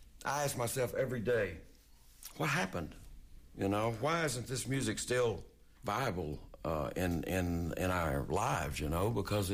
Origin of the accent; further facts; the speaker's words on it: Texas, United States; I grew up in West Texas